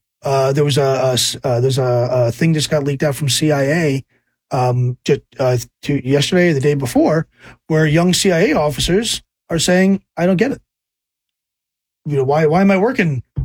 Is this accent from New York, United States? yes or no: yes; New York, United States; But I'm also from New York, and what I know is he's only the mayor.